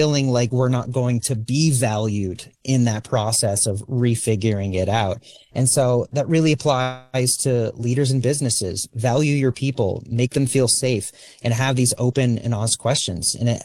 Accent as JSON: {"language": "English", "region": "New England", "country": "United States", "tie": "born or raised there", "lives_now": "California, United States", "said": "I'm calling in from my hometown. I live in California, but I grew up in New England, and I know these roads like the back of my hand"}